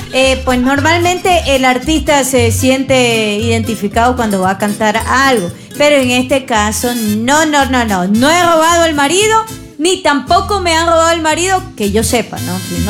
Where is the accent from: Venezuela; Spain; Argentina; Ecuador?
Ecuador; Guayaquil, Guayas; De la ciudad de Guayaquil